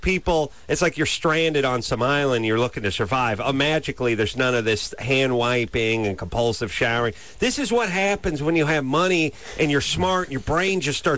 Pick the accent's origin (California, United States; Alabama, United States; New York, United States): California, United States; Los Angeles; nobody I grew up with in North Hollywood had this disease.